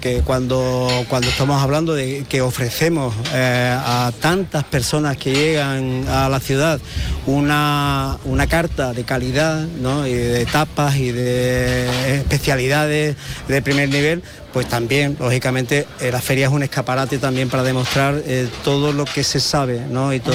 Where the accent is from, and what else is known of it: Jerez de la Frontera, Andalusia, Spain